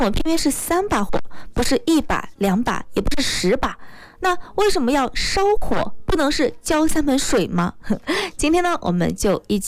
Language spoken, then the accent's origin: Chinese; China; 我们中国人说话特别喜欢用三来表示多次